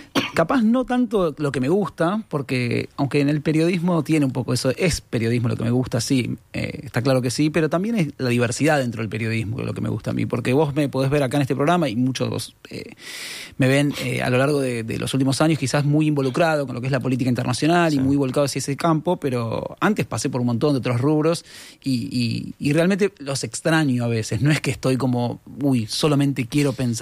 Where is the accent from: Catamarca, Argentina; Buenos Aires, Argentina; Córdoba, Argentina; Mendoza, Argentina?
Buenos Aires, Argentina; moved away as an adult; now in Montevideo, Uruguay; Yo nací en Capital Federal. Soy tan porteño como... iba a decir algo, el subte.